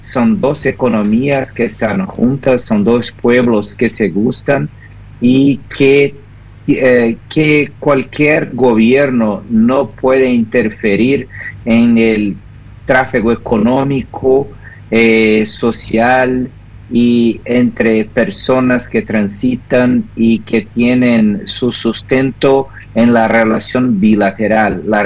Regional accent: Brazil; Spanish is a second language

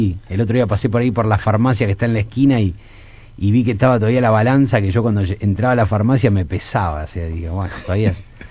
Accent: Rosario, Santa Fe, Argentina; born there; nací en el Sanatorio Parque, ahí en Calle Oroño.

